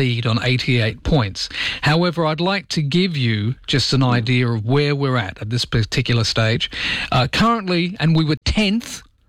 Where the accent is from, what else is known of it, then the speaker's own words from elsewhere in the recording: England, United Kingdom; now in Australia; I'm English. I want to watch England win, but also because I'm Australian.